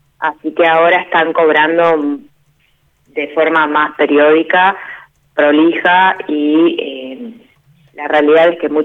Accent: Bahía Blanca, Buenos Aires Province, Argentina; Nacida y criada en Bahía.

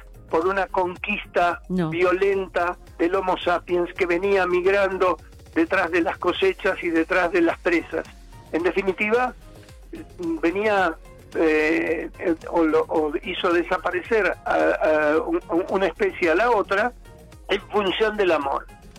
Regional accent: Argentina; me siento orgullosísimo de ser argentino. Soy más argentino que el mate y me hubiera encantado tener también sangre de pueblos originarios

